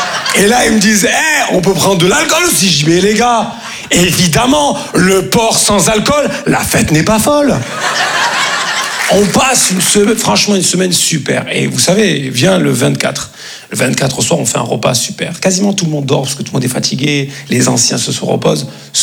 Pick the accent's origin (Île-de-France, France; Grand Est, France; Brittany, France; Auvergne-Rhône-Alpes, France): Grand Est, France; Comme on dit chez nous, en Lorraine.